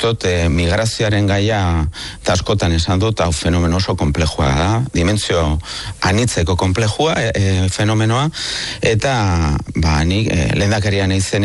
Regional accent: Basque Country, Spain

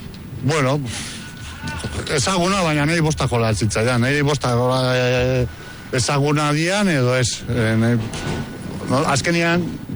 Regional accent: Basque Country, Spain; ni baukat patria, ni euskalduna naiz, eta puntxo, ez?

